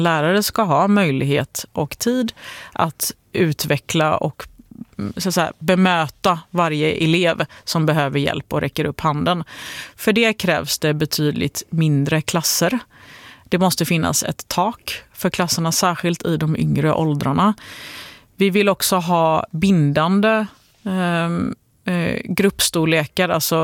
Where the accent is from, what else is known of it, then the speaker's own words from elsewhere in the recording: Gothenburg, Västra Götaland County, Sweden; Det är jag väldigt glad över som gammal göteborgare.